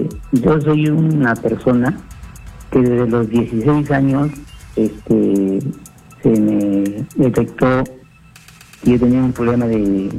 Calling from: La Libertad, Peru; yo soy de La Libertad, señor.

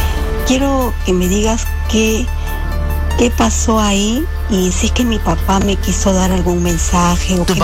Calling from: Lima, Peru; llamo de San Martín de Porres.

